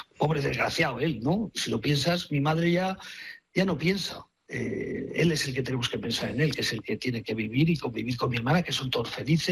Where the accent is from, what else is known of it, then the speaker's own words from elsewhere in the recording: Caspe, Aragon, Spain; moved away; Esto lo cuento porque no estamos en la emisora de Caspe, si fuera en mi pueblo no lo diría